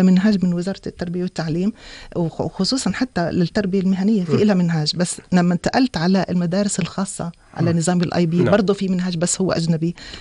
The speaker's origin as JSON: {"language": "Arabic", "country": "Jordan", "said": "بس هلأ صار عندنا في الأردن"}